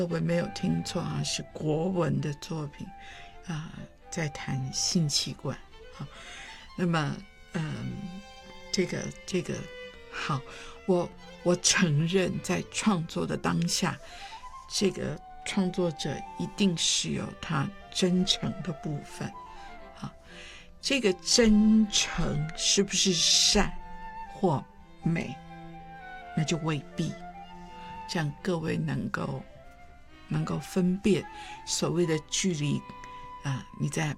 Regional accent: China; 我是华人，我是中国人，对，所以 我觉得真的就是没有办法

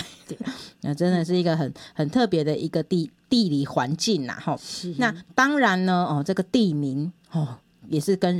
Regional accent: Kaohsiung, Taiwan; 我们都是高雄人嘛。

